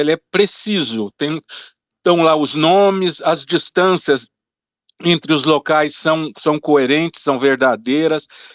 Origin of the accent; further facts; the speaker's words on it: Minas Gerais, Brazil; Eu sou mineiro também, lá do Triângulo Mineiro